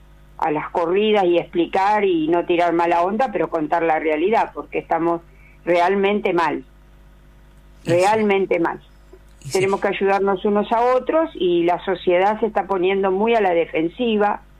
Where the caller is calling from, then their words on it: San Martín, Buenos Aires Province, Argentina; Estoy en este momento en San Martín